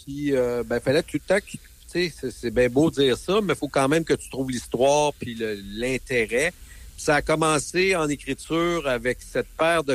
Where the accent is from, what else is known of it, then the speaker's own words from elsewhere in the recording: Kingsey Falls, Quebec, Canada; also born or lived in Ham-Nord / Victoriaville; à Arthabasca-Victoriaville, tu sais, j'ai fait la poly là-bas, j'ai été au Collège Claratin, mais j'ai passé mon enfance, la plus grande partie de mon enfance, même si je suis né à Amnord, à Kings and Falls, parce que mon père travaillait pour Cascade.